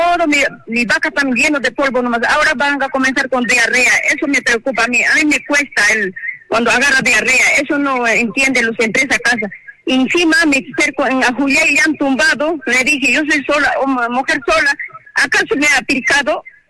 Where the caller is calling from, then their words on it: San José, Ayacucho, Peru; soy de San José.